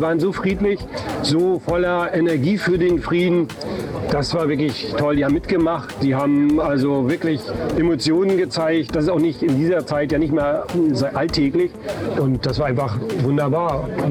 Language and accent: German; Rügen, Mecklenburg-Vorpommern, Germany; ich bin gebürtiger Rüganer